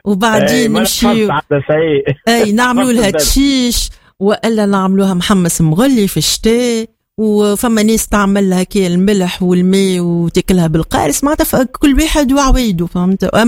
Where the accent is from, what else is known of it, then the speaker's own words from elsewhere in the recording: Sfax, Sfax Governorate, Tunisia; في وقت تجي ان شاء الله لصفاقس نذوق في العيد نذوقوك البازين الصفاقسي ما احليهم عاداتنا بالحق ما احليهم عاداتنا.